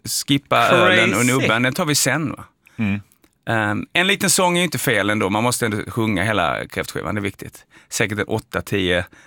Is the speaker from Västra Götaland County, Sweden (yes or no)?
no; Skåne, Sweden; Men jag är nästan uppvuxen på Österlen, kan man säga, stor del av mitt liv.